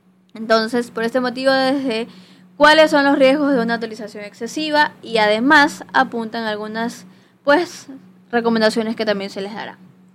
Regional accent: Ecuador; Nosotros somos acá ecuatorianos

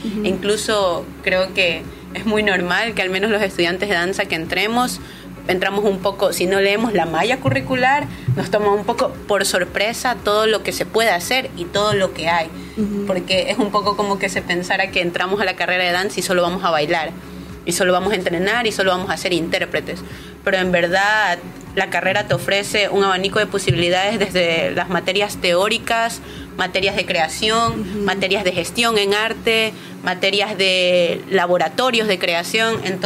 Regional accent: Quevedo, Los Ríos, Ecuador; yo soy originaria de Quevedo

